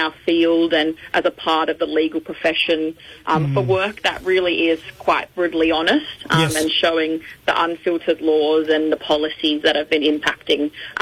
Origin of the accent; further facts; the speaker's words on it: Lithgow, New South Wales, Australia; moved away as an adult; now in Sydney, Australia; Wiradjuri woman with connections to the Kajigong River and Wellington in New South Wales, but born and raised in Lithgow and have been living now on Bidjigal country for 10 years.